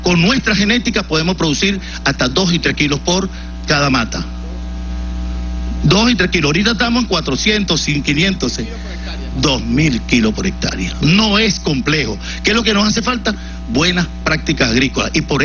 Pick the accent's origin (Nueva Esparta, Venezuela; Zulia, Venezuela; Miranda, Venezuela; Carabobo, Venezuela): Miranda, Venezuela; Barlovento; en nombre de mi pueblo Barlovento